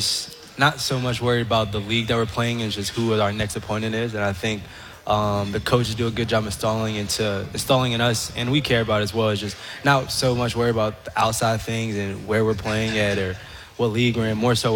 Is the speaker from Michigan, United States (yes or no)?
no; Alexandria, Virginia, United States; moved away; I am from Northern Virginia, Alexandria.